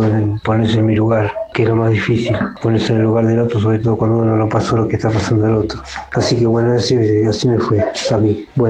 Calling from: Buenos Aires, Argentina; de Caballito.

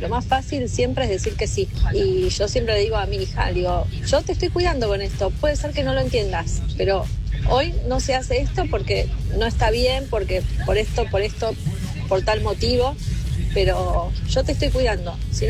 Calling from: Lomas, Buenos Aires Province, Argentina

